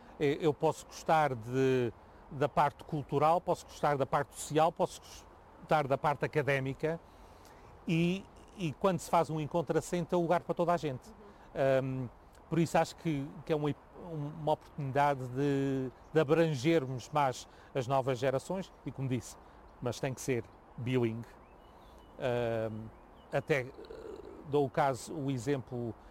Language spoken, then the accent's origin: Portuguese; Angra do Heroísmo, Azores, Portugal; Eu, para ser sincero, sou mais apegada a qualquer sítio de Portugal do que a minha terra natal. Gosto muito de ir à Terceira, porque ainda tenho família lá.